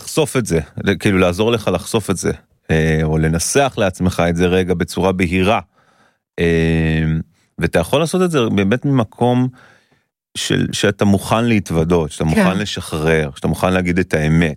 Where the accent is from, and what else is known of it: Rehovot, Central District, Israel; born there